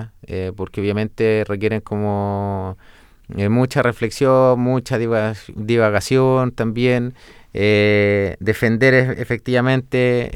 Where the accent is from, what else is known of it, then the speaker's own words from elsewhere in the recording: Rengo, O'Higgins, Chile; moved away; yo vengo de la región de O'Higgins, de una comuna que se llama Rengo